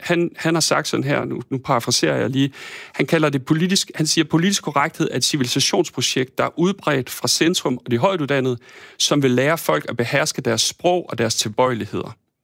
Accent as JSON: {"language": "Danish", "area": "Thy", "region": "North Denmark Region", "country": "Denmark", "moved": "yes", "said": "Jeg kommer fra Thy oprindeligt, og har jo stadig min familie deroppe og kommer jævnligt derud, eller derop eller derhen"}